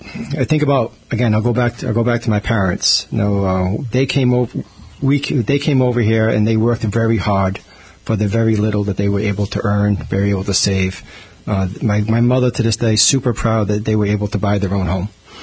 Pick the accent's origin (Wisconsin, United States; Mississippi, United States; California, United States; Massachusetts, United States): Massachusetts, United States; Fall River; that strong Portuguese work ethic that I inherited from my parents, inherited from the islands, and also something that I inherited growing up in Fall River.